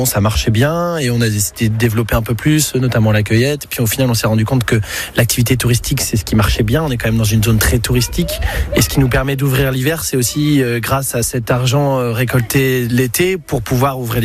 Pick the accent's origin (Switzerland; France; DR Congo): France; Nouvelle-Aquitaine; born there